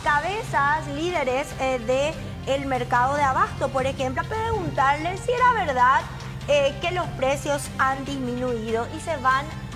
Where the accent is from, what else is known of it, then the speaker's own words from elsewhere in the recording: Paraguay; Seguimos siendo paraguayos